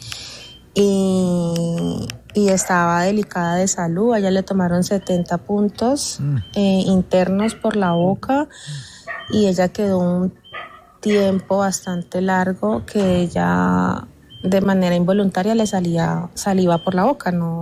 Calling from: Yumbo, Valle del Cauca, Colombia; yo vivo en Yumbo

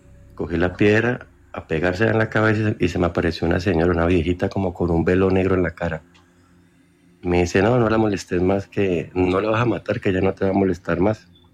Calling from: Cali, Valle del Cauca, Colombia; yo vivo en Cali, y hace unos 20 años, yo tengo 41

